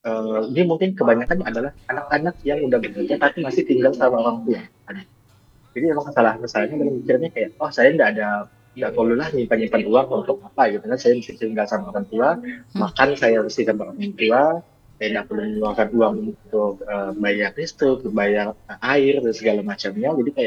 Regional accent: Pontianak, West Kalimantan, Indonesia; now in Sanggau, Indonesia; Kalau saya kan memang kebetulan saya kan orang Pontianak yang kerja di Sanggau dan kebetulan ada ngekos gitu kan.

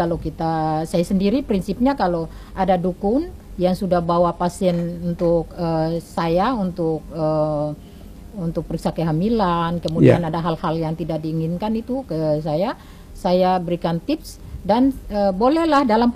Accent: Maluku, Indonesia; Itu menurut kita orang Maluku ya.

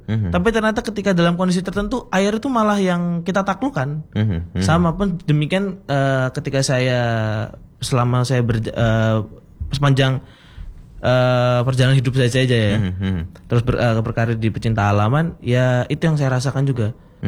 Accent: Blitar, East Java, Indonesia; now in Malang, Indonesia; saya aslinya Blitar

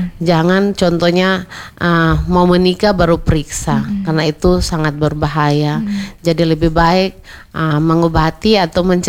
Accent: East Nusa Tenggara, Indonesia; kita orang NTT rasa malunya tinggi.

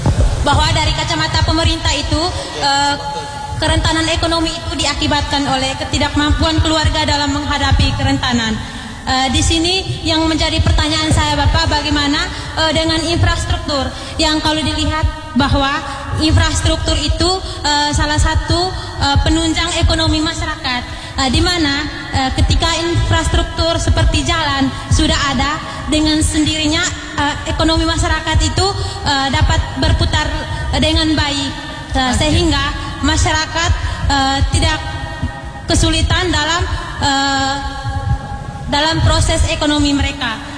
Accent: East Nusa Tenggara, Indonesia; saya berasal dari Manggarai Timur.

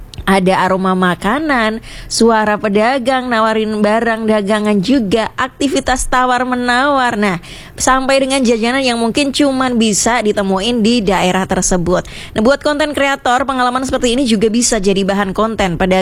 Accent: Surakarta, Central Java, Indonesia; Nah, kalau aku biasanya, karena aku dari Solo nih, Mumpro 2, aku biasanya ke pasar gede nih.

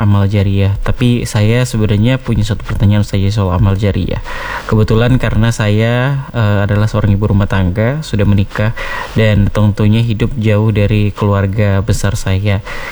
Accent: Ternate, North Maluku, Indonesia; now in Magetan, Indonesia; Saya aslinya orang dari Ternate Ustazah, orang tua saya lahir di Ternate.

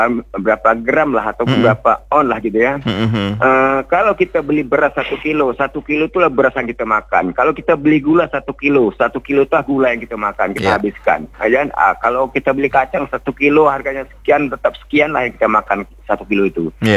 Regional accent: Terempa, Riau Islands, Indonesia; Karena kalau saya di Terempak, di kampung saya tuh, saya pun juga punya kebun durian Bung Rizky.

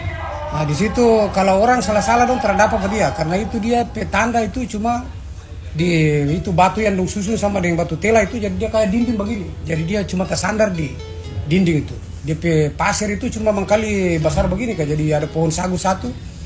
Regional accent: Weda, North Maluku, Indonesia; kita orang Weda ini kan, dia beda dengan petani, dengan maba

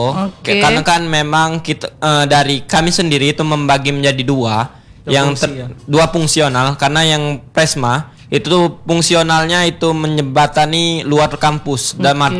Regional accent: Lubuklinggau, South Sumatra, Indonesia; now in Bengkulu, Indonesia; Dari luar pulau. Itu dari Kota Lubuk Linggau, itu provinsi sebelah, itu provinsi Sumatera Selatan. Sekarang berumur 5 tahun. Karena saya lahirnya 29 Februari.

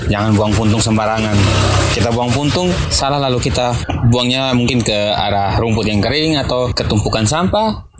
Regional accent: Kupang, East Nusa Tenggara, Indonesia; saya dari Nemata, Penfui.

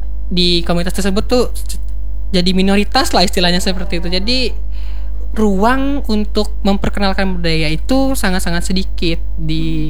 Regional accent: Central Kalimantan, Indonesia; now in Palangkaraya, Indonesia; ketika saya kembali ke daerah saya, ke Katingan

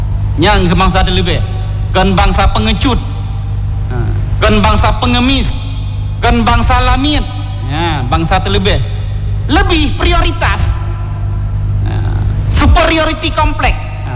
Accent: Aceh, Indonesia; indatu kita Aceh

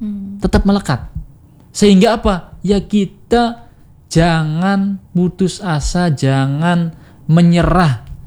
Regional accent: Cirebon, West Java, Indonesia; kita orang Cirebon di sini

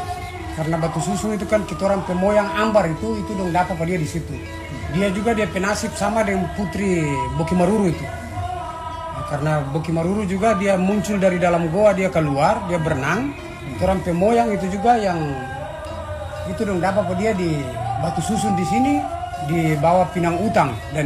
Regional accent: Weda, North Maluku, Indonesia; yang mau pangbafoya, kita orang Weda sudah, yang mau tingkai dan segala macam, kita orang Weda sudah.

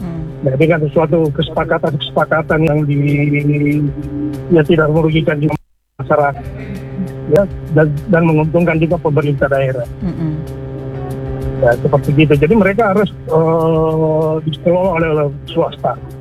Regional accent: Donggala, Central Sulawesi, Indonesia; Walaupun saya orang Donggala, tapi saya juga merasa prihatin juga itu.

